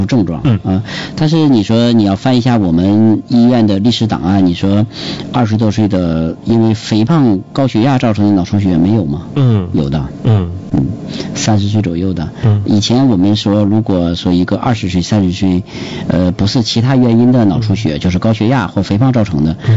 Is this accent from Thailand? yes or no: no; China; 但是我们中国人是酒文化嘛。